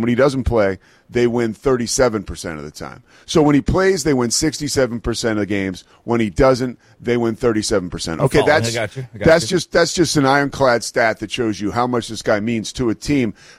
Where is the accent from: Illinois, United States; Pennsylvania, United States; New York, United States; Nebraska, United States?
Pennsylvania, United States; Philadelphia; I'm from Philly.